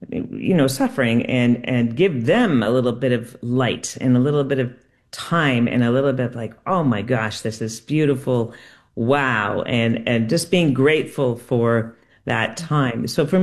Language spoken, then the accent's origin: English; Connecticut, United States; now in Burlington, United States; And, you know, I grew up sailing in Connecticut.